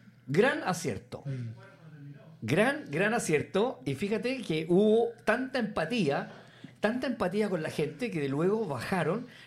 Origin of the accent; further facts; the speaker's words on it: San Bernardo, Santiago Metropolitan Region, Chile; born there; de mi querida comuna, sí, San Bernardo, donde yo nací.